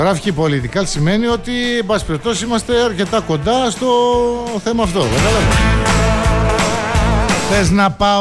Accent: Greece; σαν Έλληνες, παιδί μου, που θαυμάζουμε πάντα το ωραίο

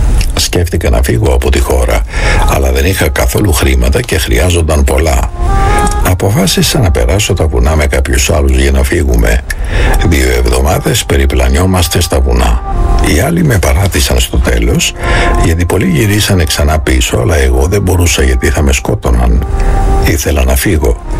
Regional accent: Syria; Greek is a second language; Μια μέρα μπήκαν οι αντάρτες, οι φανατικοί Ισλαμιστές στο σπίτι μας, που βρισκόταν σε μια παραθαλάσσια μεσογειακή πόλη της Συρίας.

